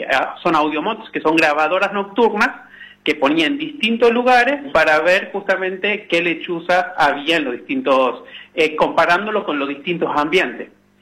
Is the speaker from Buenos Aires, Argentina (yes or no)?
no; Tucumán, Argentina; por lo menos en el norte, no dije, pero yo soy de Tucumán